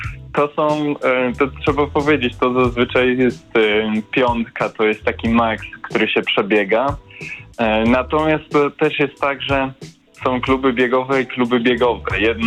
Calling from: Warsaw, Masovian Voivodeship, Poland; Nie, dzwonię z miasta, z Warszawy.

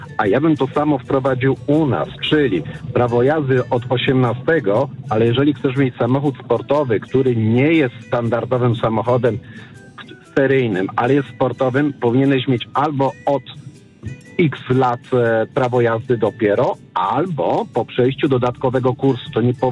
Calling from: Kraków, Lesser Poland, Poland; pochodzę z Krakowa, mieszkam w Krakowie

